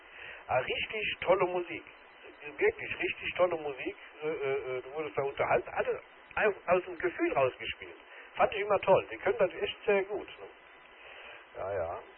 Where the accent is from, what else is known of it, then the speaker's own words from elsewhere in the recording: Mannheim, Baden-Württemberg, Germany; born there; da war ich noch in Mannheim, in meiner Geburtsstadt.